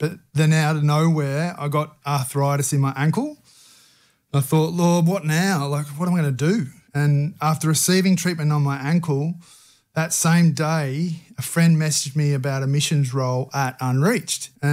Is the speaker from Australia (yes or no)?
yes; Cowra, New South Wales, Australia; I grew up in Cowra, up the road, a couple of hours.